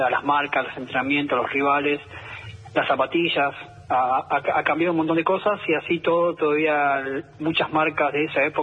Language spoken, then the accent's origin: Spanish; Entre Ríos, Argentina; Villa Clara, el 20 de julio, 9 de julio, Villaguay, que está cerca de mi pueblo.